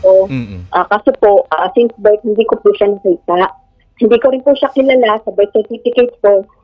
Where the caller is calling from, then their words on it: Rizal, Calabarzon, Philippines; ng Rizal.